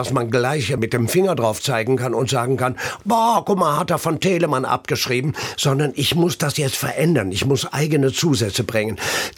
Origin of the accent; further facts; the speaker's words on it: Siegen, North Rhine-Westphalia, Germany; wie der Maler Rubens, der wo aus meiner Heimatstadt kam, der wo in Siegen geboren ist